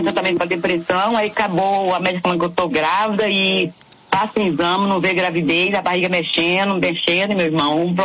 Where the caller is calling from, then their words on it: Vitória, Espírito Santo, Brazil; Eu sou de Vitória, aqui, Espírito Santo.